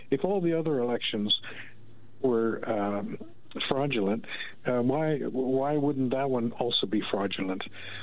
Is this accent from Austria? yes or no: no; Canada; As a Canadian, you know, there's many of us are really upset what's going on in the United States